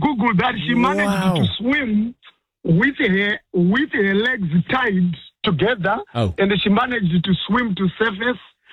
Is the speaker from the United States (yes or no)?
no; Zimbabwe; now in New Zealand; from Zimbabwe.